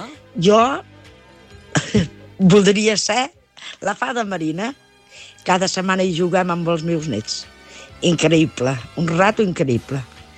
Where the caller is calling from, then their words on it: Mont-ras, Catalonia, Spain; de Mont-ras.